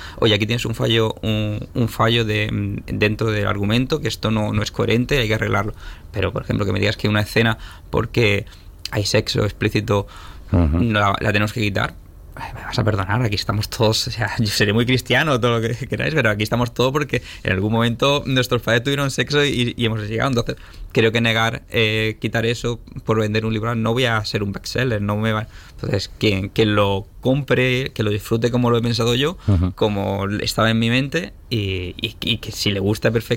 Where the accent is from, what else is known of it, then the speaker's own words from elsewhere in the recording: Almería, Andalusia, Spain; also born or lived in Melilla; yo al final soy de Almería, lo poco, lo mucho que tengo, es me he criado aquí, mi madre es de aquí, mi padre es de Melilla, yo también nací, aunque nací en Melilla, yo me siento almeriense